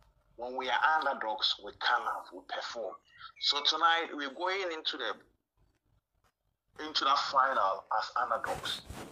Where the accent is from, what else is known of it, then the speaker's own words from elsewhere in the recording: Ghana; Likewise, we as Africans, and most especially Ghana, on the day that you were born, when you mention the name, everyone in Ghana